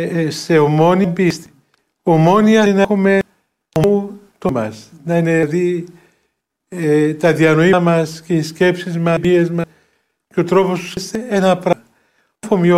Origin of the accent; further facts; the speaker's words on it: Greece; είμαστε Έλληνες